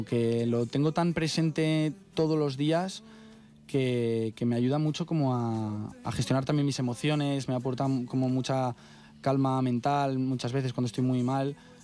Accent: Valladolid, Castile and León, Spain; now in Madrid, Spain; Yo ahora que vivo en Madrid, yo todas las semanas me cojo un tren a Valladolid un día para estar con mi familia

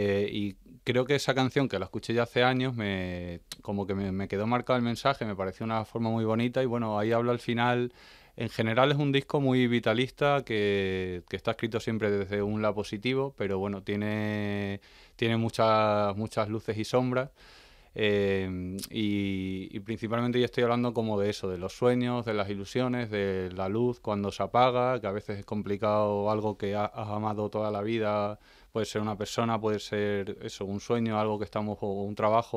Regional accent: Extremadura, Spain; also born or lived in Plasencia; Yo, soy extremeño y allí es como muy común lo de los diminutivos.

